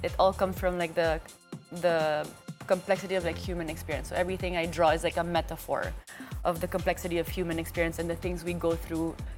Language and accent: English; Philippines; I love the Philippines. I'm Filipino. I love Filipino people.